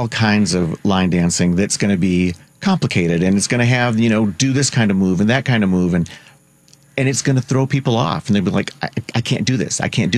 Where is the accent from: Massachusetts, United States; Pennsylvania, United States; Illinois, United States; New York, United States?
Illinois, United States; Morton Grove; And so I actually grew up in Morton Grove, but the high school I went to was in Park Ridge.